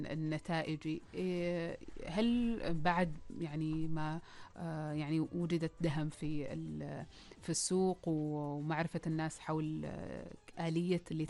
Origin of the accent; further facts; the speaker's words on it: Oman; أنا أتوقع أن قطاع العقار عندنا في عمان يتطور بشكل كبير.